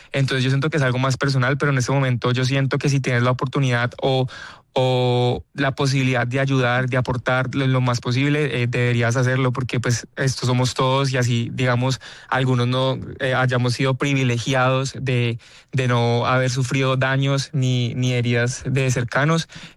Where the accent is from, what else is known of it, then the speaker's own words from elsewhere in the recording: Cali, Valle del Cauca, Colombia; Estoy muy orgulloso de mi pueblo caleño, que estamos tratando de sacar nuestra ciudad adelante.